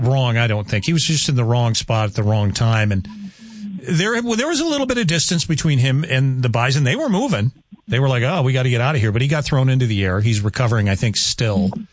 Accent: Luverne, Minnesota, United States; We had in the town I grew up in Minnesota, actually, Blue Mound State Park

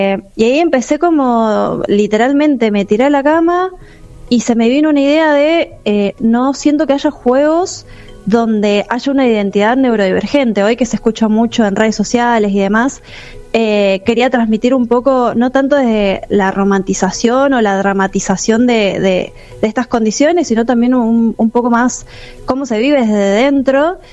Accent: Mendoza, Argentina; moved away as an adult; now in La Bordeboy, Argentina; Yo soy mendocina.

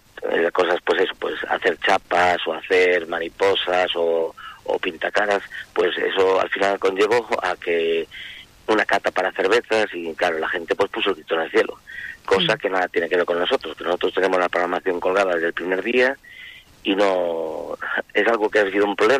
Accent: Ourense, Galicia, Spain; nosotros que somos de Ourense

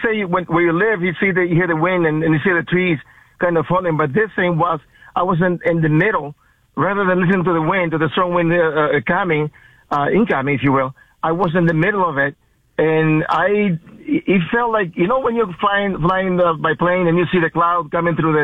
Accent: Dominican Republic; now in United States; in the Caribbean where I grew up in the Dominican Republic, this is part of life.

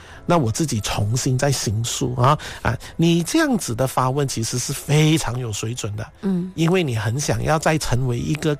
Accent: Guangdong, China; first language Cantonese; 用自己的母语，可能你是福建话的，我是广东话的

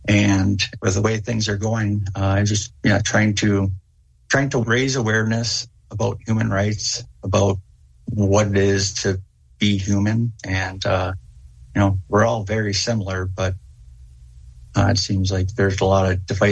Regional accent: San Diego, California, United States; moved away; also born or lived in Virginia, Minnesota; I was born in Virginia, Minnesota, and I grew up in San Diego, California. So I grew up around a lot of graffiti art, around a lot of homeless people

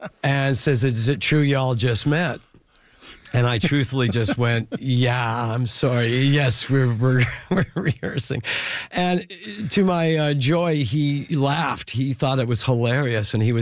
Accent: Regina, Saskatchewan, Canada; And then we did the same thing the next night in my hometown of Regina. And now I'm in my hometown with like people I knew in the audience

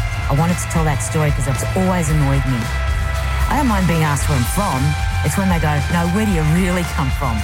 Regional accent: Australia; I'm Australian.

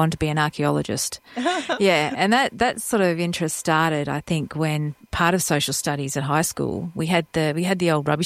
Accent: Harvey, Western Australia, Australia; growing up in Harvey was my foundation.

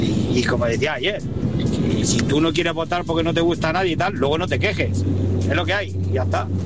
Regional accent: Spain; Facha, no soy facha, llevo una pulsera de España, pues soy español, ¿qué pasa?

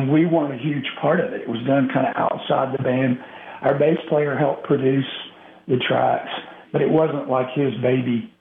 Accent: Texas, United States; born or raised there

